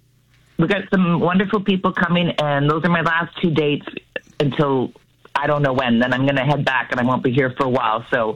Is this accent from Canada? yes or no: yes; Sault Ste. Marie, Ontario, Canada; I'm from the Sioux.